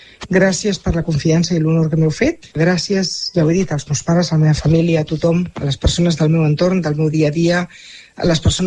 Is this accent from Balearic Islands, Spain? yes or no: no; Sant Boi de Llobregat, Catalonia, Spain; ser santboiana. Els meus pares, fa 60 i molts anys, van venir a Sant Boi. Podien haver anat a algun altre lloc del món, però van triar Sant Boi. Era el destí que fos Sant Boi. I això m'ha permès néixer